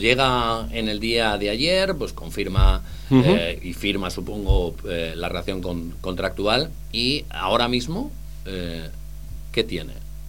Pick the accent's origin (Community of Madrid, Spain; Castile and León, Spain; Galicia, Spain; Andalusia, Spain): Castile and León, Spain; Guijuelo; Que la gente, somos de Guijuelo y ya nos irá conociendo. Que el entorno es un entorno charro y vivimos en zona de entresierras.